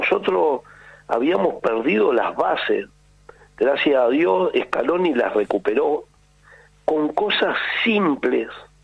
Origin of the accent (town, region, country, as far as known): Argentina